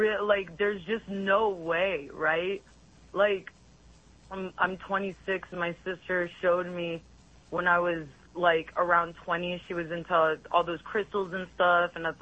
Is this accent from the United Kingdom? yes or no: no; Israel; English is a second language; Because I'm Jewish and I'm from Israel and I was raised Jewish